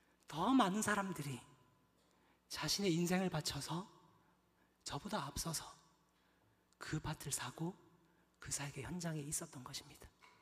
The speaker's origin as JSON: {"language": "Korean", "town": "Geochang", "region": "South Gyeongsang", "country": "South Korea", "said": "경남 거창이라는 정말 시골, 덕유산과 지리산이 다 가로막고 있는 그런 동네입니다."}